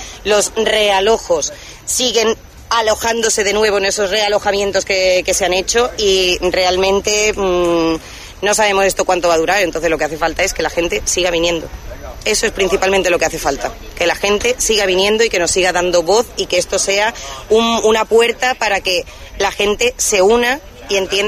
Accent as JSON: {"language": "Spanish", "town": "Málaga", "region": "Andalusia", "country": "Spain", "also_born_or_lived": "Zaragoza", "said": "Pues mira, yo soy mañagueña, mitad de Málaga, mitad de Zaragoza."}